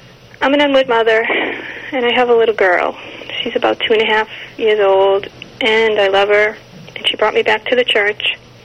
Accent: Massachusetts, United States; I'm from Massachusetts.

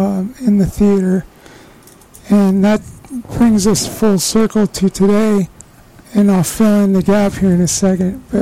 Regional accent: Southlake, Texas, United States; also born or lived in Iowa / Fort Wayne, Indiana; I was born in Iowa. about a half hour outside Des Moines. And after I was born, about 2 years maybe, we moved Indiana, Fort Wayne. And then after that, we moved to South Lake, Texas, and stayed there until I graduated high school.

